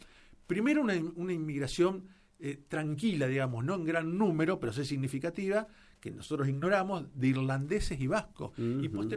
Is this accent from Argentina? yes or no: yes; Argentina